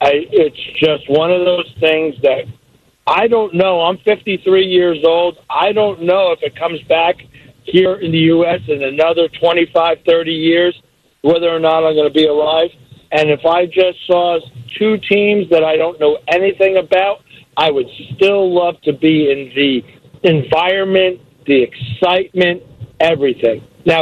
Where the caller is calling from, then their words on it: Albany, New York, United States; Yeah, I'm in Albany, New York. I'm 150 miles from New York City and 150 miles from Boston.